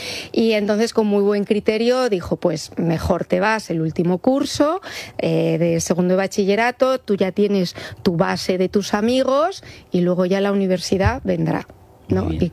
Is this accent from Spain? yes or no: yes; Madrid, Community of Madrid, Spain; born there; Y por eso nací en Madrid, ¿no? Y mis padres vivían en Alicante.